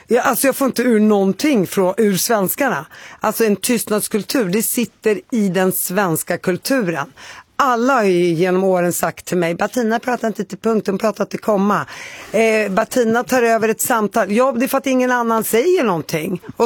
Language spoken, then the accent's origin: Swedish; Palestine; jag är helt palestinier, min syster är helt arab som gick där